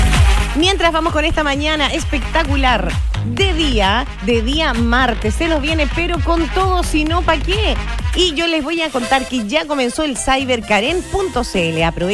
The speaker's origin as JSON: {"language": "Spanish", "country": "Chile", "said": "Estamos en Chile, obviamente, si somos chilenos, porque si somos chilenos"}